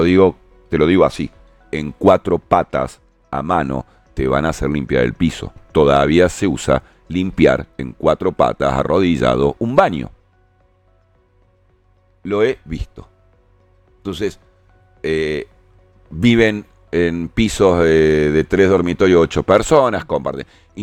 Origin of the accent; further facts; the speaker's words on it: Argentina; nos pasa a los argentinos en Europa, en España, en todos lados